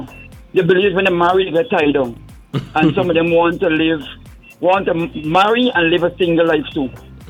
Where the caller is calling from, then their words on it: Essex, East of England, United Kingdom; And I'm calling from Essex.